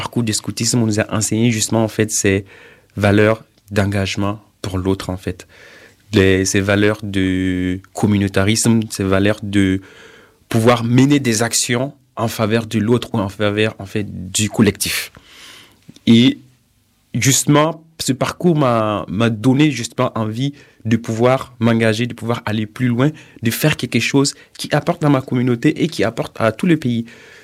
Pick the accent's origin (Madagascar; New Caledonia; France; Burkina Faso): Burkina Faso; Koudougou, Centre-Ouest; moved away as an adult; also born or lived in Ouagadougou, Burkina Faso; j'ai grandi au Burkina, j'ai fait mes études du Koudougou. C'est une ville qui est à peu près à 5 km de la capitale, du Ouagadougou. J'ai fait vraiment une partie de mes études là-bas avant d'arriver à Ouaga.